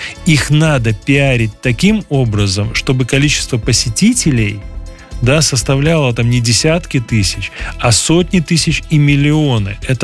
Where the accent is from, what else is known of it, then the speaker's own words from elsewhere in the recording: Belarus; Мы, белорусы, любим свою культуру